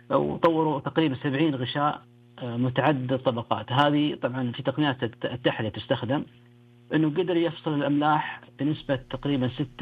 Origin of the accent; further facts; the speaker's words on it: Saudi Arabia; عندنا الان في السعوديه